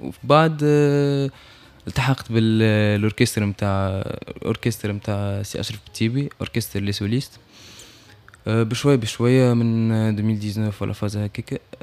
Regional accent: Tunisia; نحن التوانسة

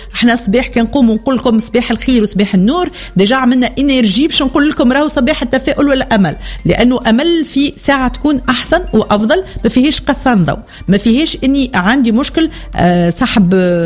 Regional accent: Tunisia

